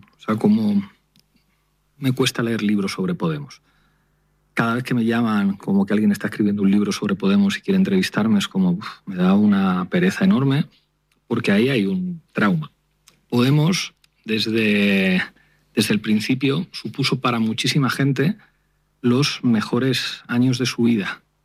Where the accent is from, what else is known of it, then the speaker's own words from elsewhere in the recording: Spain; es como un español que entiende que su escuela política es América Latina